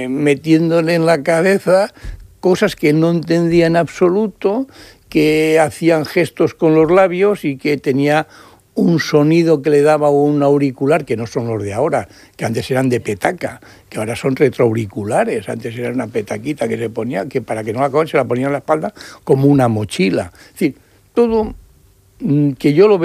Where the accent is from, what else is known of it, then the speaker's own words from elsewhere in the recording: Valencia, Valencian Community, Spain; born there; moved away; Yo tengo infraestructura en Valencia porque soy de Valencia. Bueno, nacido allí